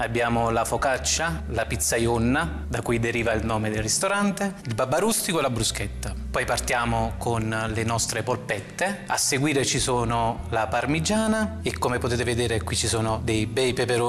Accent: Taurasi, Campania, Italy; Taurasi è il mio paese di origine, è il paese a cui sono molto legato, è un paese che vorrei che risuonasse così come il nome fa.

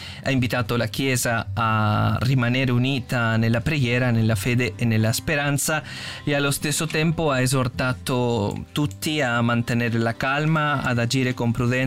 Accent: Uruguay; moved away; nella mia terra, appunto in Uruguay

